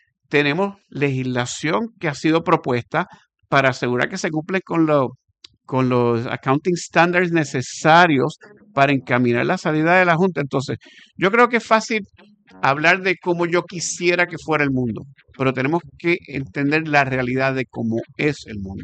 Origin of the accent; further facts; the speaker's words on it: Puerto Rico; Yo como puertorriqueño